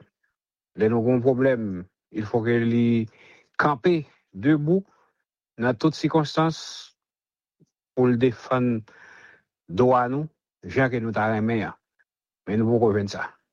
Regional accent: Haiti; Parce que tout en tant que Haïtien pour capable de prendre conscience

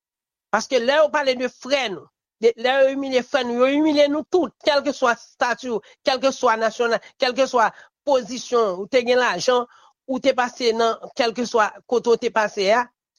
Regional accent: Haiti; je sens que je suis frustré en tant que haïtien

